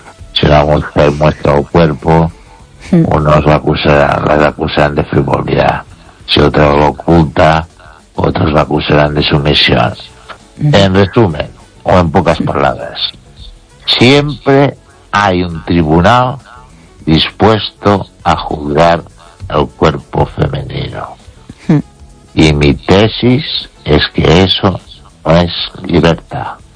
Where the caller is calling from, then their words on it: Ourense, Galicia, Spain; de Orense.